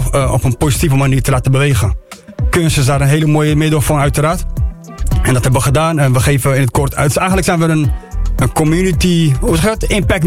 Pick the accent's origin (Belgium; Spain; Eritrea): Eritrea; now in Netherlands; ik kom zelf uit Eritrea.